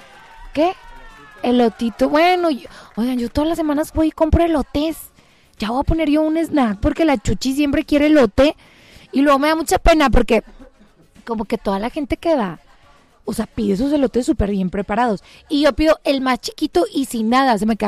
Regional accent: Puerto Rico; Porque soy puertorriqueña, ya tú sabes.

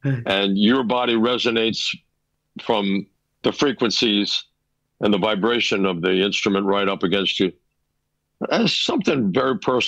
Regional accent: Mexico City, Mexico; I grew up in Mexico City.

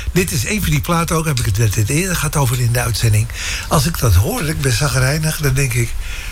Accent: Netherlands; dat komt omdat wij uit Nederland komen.

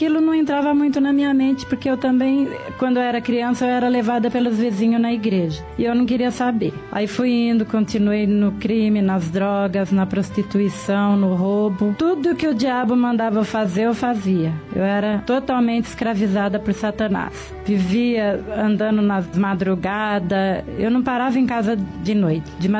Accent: Diadema, São Paulo, Brazil; eu sou de Diadema e a minha vida no passado era muito triste.

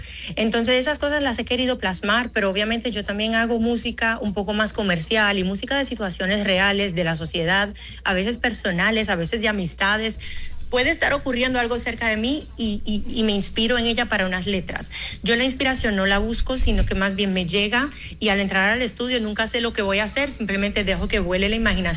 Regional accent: Dominican Republic; also born or lived in Haiti; soy haitiana, crecí en República Dominicana, vine a vivir acá desde muy pequeñita porque mi madre fue asesinada en mi país. Nosotros crecimos aquí en República Dominicana

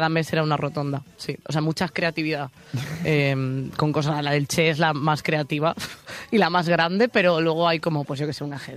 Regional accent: Oleiros, Galicia, Spain; como habían venido a las fiestas de Santa Cruz, que es de mi pueblo, hace no sé cuántos años...

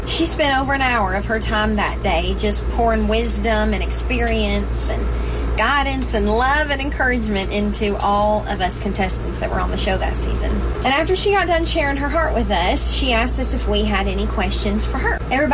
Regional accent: Tennessee, United States; I'm from East Tennessee too

